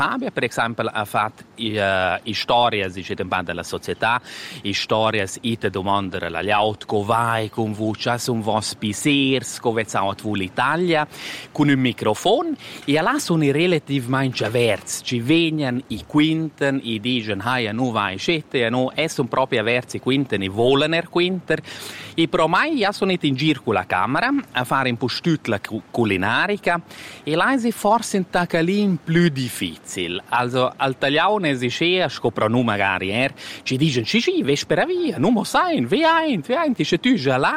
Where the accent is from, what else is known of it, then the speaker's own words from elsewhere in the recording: Switzerland; Italian is a second language; now in Genoa, Italy; io sono della Svizzera